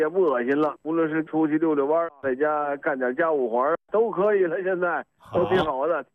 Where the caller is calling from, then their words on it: Shiyan, Hubei, China; 我是十堰的。